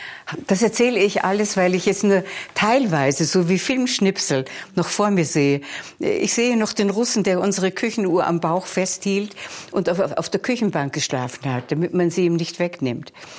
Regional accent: Vienna, Austria; born there; also born or lived in Lainz / Hietzing; Und dann kamen wir nach Leins, da wo ich geboren bin, zu der großen Kirche, hinter der unser Haus ist, immer noch.

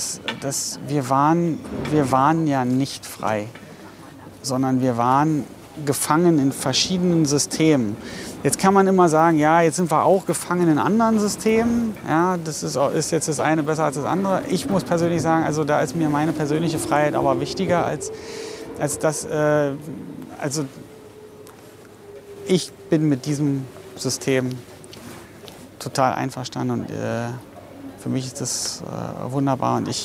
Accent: Berlin, Germany; ich bin aus dem Prenzlauer Berg, bin im Prenzlauer Berg, also Pankow, geboren und hier aufgewachsen im Kiez. Und ich lebe nach wie vor hier im Kiez mit 4 Kindern und meiner Frau.

